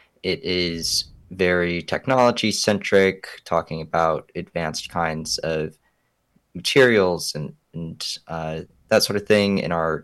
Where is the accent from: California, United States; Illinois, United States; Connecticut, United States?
Illinois, United States; Oak Park; I started a similar book club in Oak Park, my hometown, a suburb of Chicago